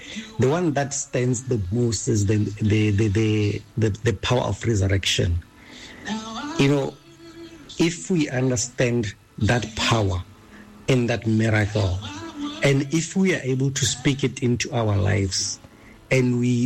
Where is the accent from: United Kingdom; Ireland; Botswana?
Botswana; Kokwehi; now in Mahalate, Botswana; I'm in Mahalate, but my hometown is Kokwehi.